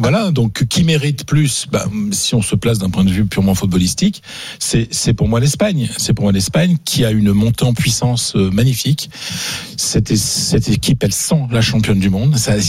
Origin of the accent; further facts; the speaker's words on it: France; chez nous en France